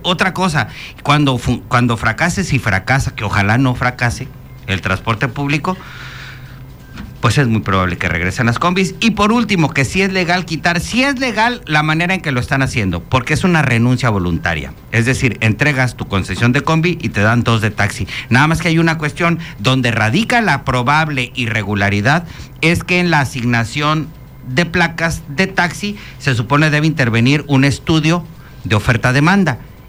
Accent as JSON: {"language": "Spanish", "town": "Chetumal", "region": "Quintana Roo", "country": "Mexico", "said": "las cosas que nos hacemos entre chetumaleños."}